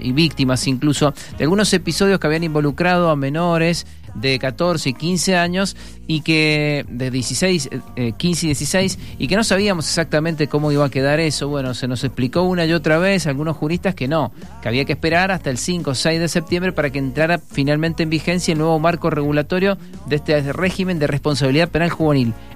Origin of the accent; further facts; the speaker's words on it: Guaymallén, Mendoza, Argentina; yo soy de Guaymallén